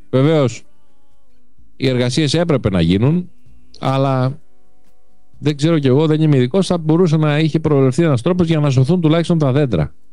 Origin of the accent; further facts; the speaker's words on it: Patras, Western Greece, Greece; πρέπει να τα ξέρουμε και ως πατρινοί.